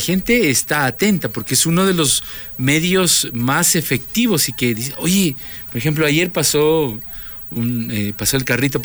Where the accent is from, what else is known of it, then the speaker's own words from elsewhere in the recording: Pichincha, Ecuador; en mi pueblito, allá en el Tingo